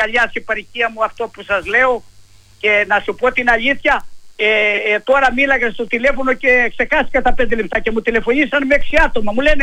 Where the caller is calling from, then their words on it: Rodia, Greece; στο χωριό μου στη Ροδιά